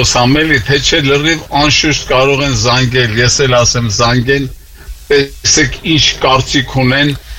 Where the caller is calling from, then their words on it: United States; Կներեք, Ամերիկայից եմ անհանգստացնում ձեզի։